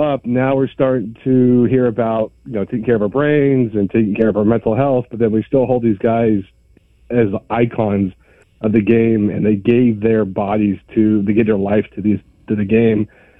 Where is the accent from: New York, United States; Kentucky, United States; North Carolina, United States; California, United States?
California, United States; when I was born in 1980, so I grew up in the Bay with these guys as our icons.